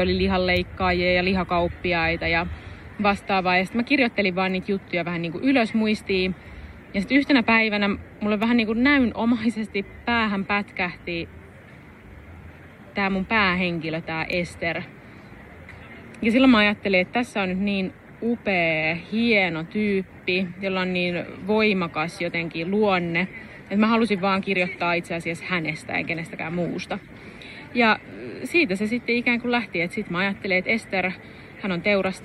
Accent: Valkeakoski, Pirkanmaa, Finland; Mä oon kotoisin Valkeakoskelta Suomesta, siellä mä oon syntynyt, nykyään mä asustelen sitten muualla.

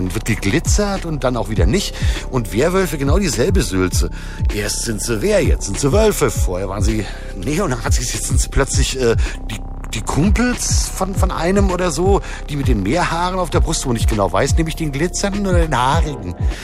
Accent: Offenbach am Main, Hesse, Germany; accent: Frankfurt; also born or lived in Frankfurt; so meinen Frankfurter Akzent angelegt. Aber trotzdem sage ich hier, trotz bei aller Frankfurt-Liebe, ne? Offenbach, da komme ich her. Da gehe ich wieder hin.

